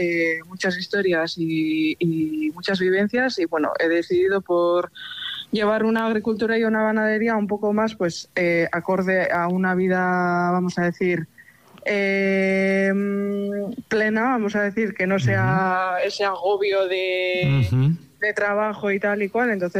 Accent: Hernani, Basque Country, Spain; soy de Hernani, del caserío Arriatu, y bueno, soy agricultora y ganadera.

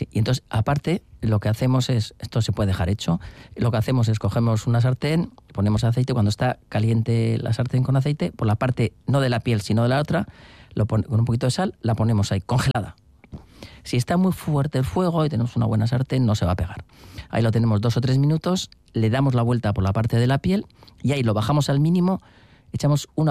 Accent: Basque Country, Spain; Podría decir, no, es que como soy de Vizcaya, el vizcaíno, cualquier, o sea, adoro tanto al chacolí que todos son buenísimos.

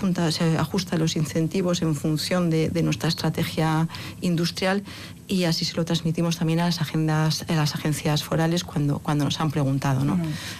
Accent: Basque Country, Spain

